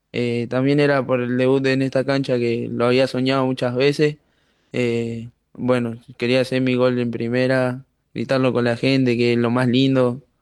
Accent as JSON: {"language": "Spanish", "region": "Córdoba", "country": "Argentina", "said": "Vengo de Córdoba Capital, barrio Ituzaingó. Llegué al club en 2023, en agosto."}